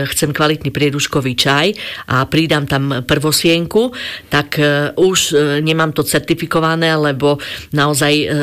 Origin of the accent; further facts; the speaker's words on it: Plavnica, Prešov Region, Slovakia; to bola učiteľka u nás v Plavnici